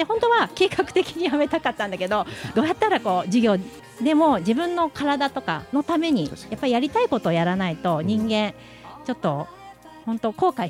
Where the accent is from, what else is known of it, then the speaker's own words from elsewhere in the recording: Shimane, Japan; 作り温泉、私の地元のあの温泉街があるんで